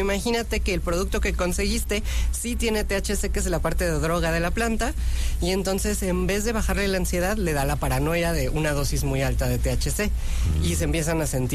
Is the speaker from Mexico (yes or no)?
yes; Mexico; Yo sé que somos flojos los mexicanos